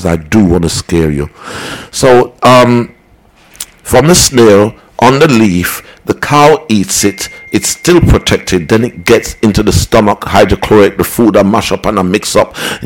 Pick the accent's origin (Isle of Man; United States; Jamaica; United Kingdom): Jamaica; And you know, I'm a Jamaican.